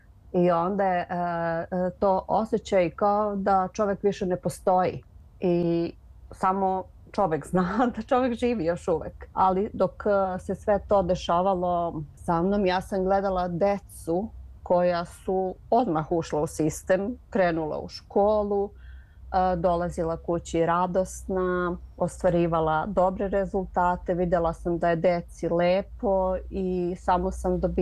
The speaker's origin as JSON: {"language": "Serbian", "country": "Serbia", "said": "drugačije nego što su u Srbiji ili koje su slične kod nas u Srbiji"}